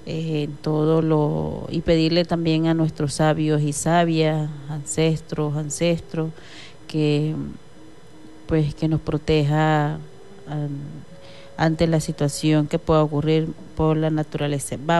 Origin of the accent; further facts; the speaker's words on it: Venezuela; nosotros somos indígenas, pero también nos identificamos como venezolanos y venezolanas